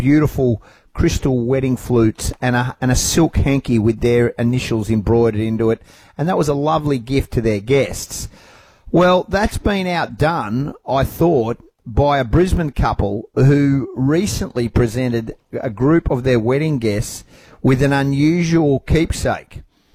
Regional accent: Scotland, United Kingdom; I'm Scottish, touch not the cap, but a glove. … is a mad, mad Scottish name. My grandfather was Scottish.

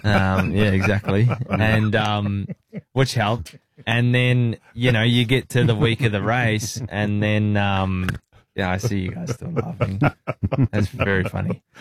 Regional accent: New Zealand; growing up in New Zealand

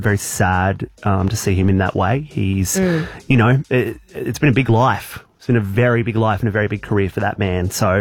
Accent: New South Wales, Australia; Where I grew up on the Central Coast, Crown Plaza Terrigal. It was the jewel in the crown. It's the biggest hotel on the Central Coast.

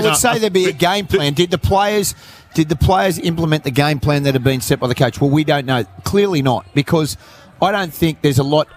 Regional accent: Queensland, Australia; I'm a Queenslander.

